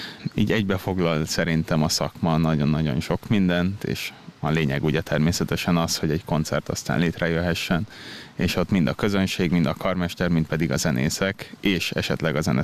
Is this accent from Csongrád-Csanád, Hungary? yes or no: no; Sopron, Győr-Moson-Sopron, Hungary; moved away as an adult; also born or lived in Páty, Hungary / Milan, Italy; now in Vienna, Austria; ahol félig Pátyon, félig pedig Bécsben éltünk, majd a családom végül Sopronban telepedett le. Ott is nőttem fel.